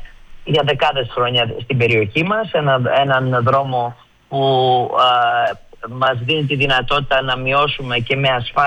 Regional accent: Western Macedonia, Greece; στην περιοχή μας και ειδικά στο χωριό μου και στην Καστοριά

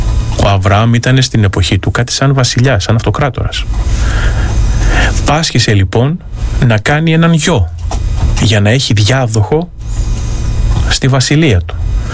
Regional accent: Greece; Εμείς ως Έλληνες

